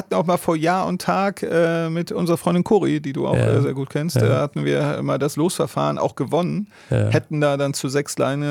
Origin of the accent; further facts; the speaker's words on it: Wetzlar, Hesse, Germany; born there; aber ich bin in Wetzlar an der Lahn geboren.